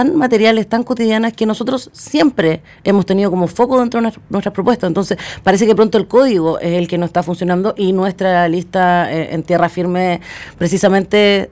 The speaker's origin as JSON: {"language": "Spanish", "region": "Maule", "country": "Chile", "moved": "yes", "lives_now": "Concepción, Chile", "said": "Yo soy del Maule y es parte importante de mi historia"}